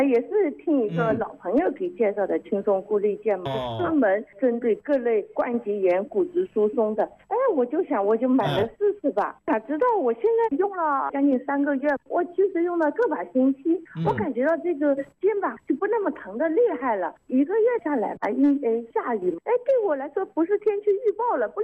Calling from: Wuhan, Hubei, China; 我是武昌，

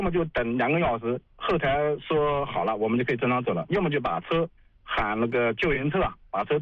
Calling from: Nanjing, Jiangsu, China; 我们南京这边

